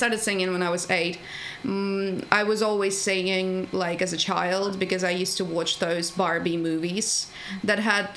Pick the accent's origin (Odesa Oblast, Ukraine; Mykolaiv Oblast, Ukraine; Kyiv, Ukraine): Mykolaiv Oblast, Ukraine; Mykolaiv; moved away as an adult; now in Trowbridge, United Kingdom; I was born in Mykolaiv, which is south coast of Ukraine. Mm-hmm. And I've lived there my whole life. I was raised there. I went to the same school my whole life.